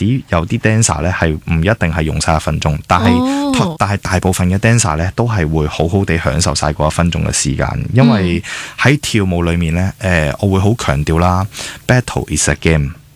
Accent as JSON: {"language": "Cantonese", "country": "Hong Kong", "tie": "born or raised there", "said": "我們曾經在香港土生土長的20年"}